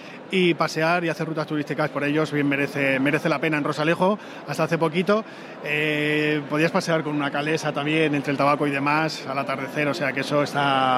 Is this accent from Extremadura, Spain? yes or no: yes; Bohonal de Ibor, Extremadura, Spain; mi pueblo, Bonaldibor. ya por hacer ese guiño, me preguntabas antes que dónde estaba Bonal, no te lo he dicho, estamos justo a la orilla del Tajo, a la orilla sur del Tajo, justo ya donde empiezan esos montes de Toledo, la Sierra de Guadalupe que hacíamos mención.